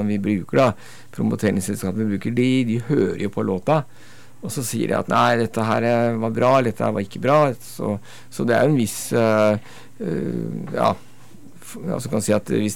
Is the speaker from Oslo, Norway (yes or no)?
yes; Oslo, Norway; now in Bjørkelangen, Norway; Du, jeg er egentlig fra Oslo, men jeg flyttet til Bjørkelangen, altså Aurskog-Høland kommune da.